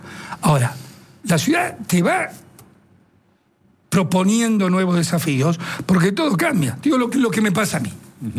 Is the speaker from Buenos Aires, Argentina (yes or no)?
yes; Buenos Aires, Argentina; Yo me siento profundamente porteño, muy porteño.